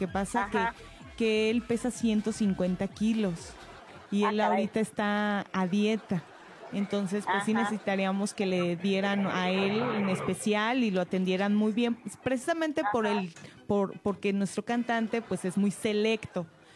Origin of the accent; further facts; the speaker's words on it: Morelia, Michoacán, Mexico; Mire, lo que pasa es que nosotros somos de aquí, de Morelia.